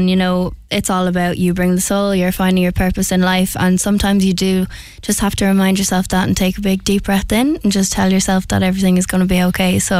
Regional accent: County Meath, Ireland; also born or lived in Dublin; now in Cork, Ireland; So I was born in Dublin, but from Meath, and I'm living in Cork, so I'm a bit all over the place.

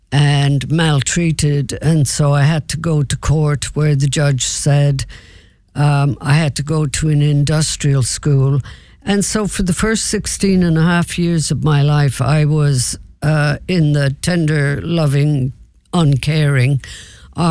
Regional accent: Cork, Munster, Ireland; born there; I was born in the Mother and Baby Institution and then illegally fostered.

